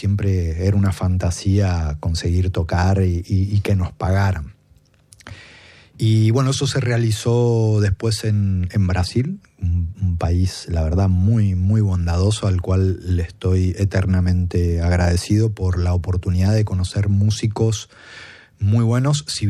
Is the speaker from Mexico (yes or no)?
no; Argentina; moved away as an adult; now in France; como todo argentino, como todo latino